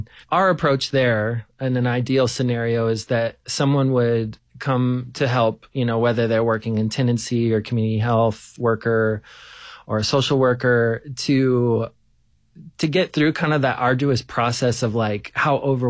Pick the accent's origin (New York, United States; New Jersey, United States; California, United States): California, United States; I grew up in Southern California, San Bernardino County.